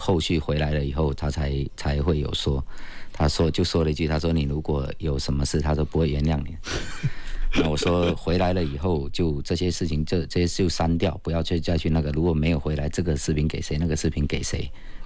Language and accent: Chinese; South China, China; 作为南方人，我第一次见雪就是在土耳其啊